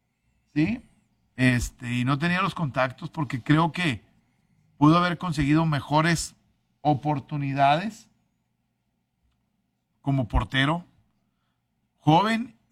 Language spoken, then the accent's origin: Spanish; Mexico